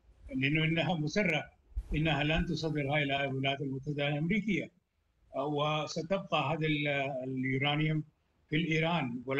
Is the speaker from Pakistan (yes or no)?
yes; Pakistan